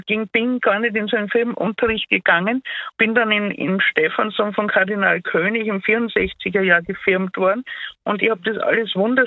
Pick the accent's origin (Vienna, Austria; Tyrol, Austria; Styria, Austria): Tyrol, Austria; Ich bin in Tirol aufgewachsen, 4 Jahre in.